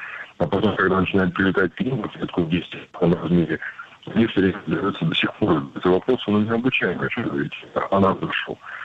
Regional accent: Kyiv, Ukraine; moved away as an adult; also born or lived in Zhytomyr, Ukraine; я сам там жил, да, я в Житомире родился, в Киеве, вырос, ну, до момента, пока Майдан не победил в 2014 году.

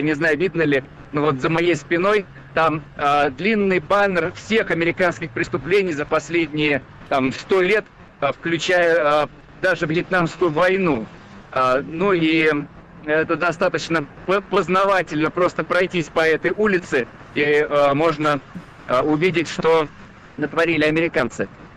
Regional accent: Russia; в Иране все радуются, узнав, что я из России

